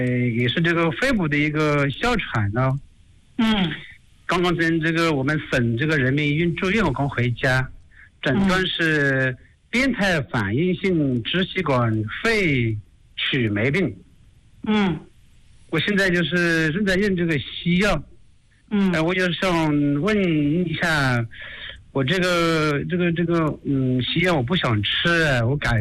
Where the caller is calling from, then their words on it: Hunan, China; 我是湖南的一位听众哦。